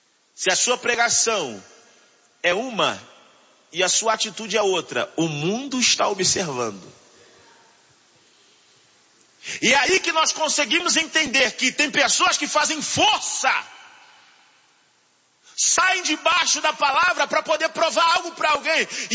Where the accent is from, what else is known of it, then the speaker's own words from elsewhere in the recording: Rio de Janeiro, Brazil; eu sou do Rio de Janeiro